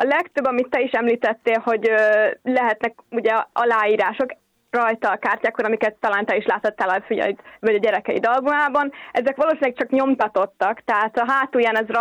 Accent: Hungary; Így van, de hát ugye magyarok vagyunk, nem lehet annyira külön

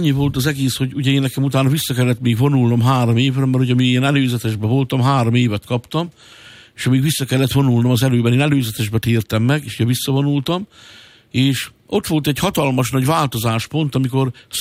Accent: Tiszapüspöki, Jász-Nagykun-Szolnok, Hungary; moved away; also born or lived in Budapest; elköltözök Budapestről, tehát én nem fogok Budapestre lakni, visszamegyek a szülőfalumba, Tiszapüspökibe, és ott újra kezdem az életemet.

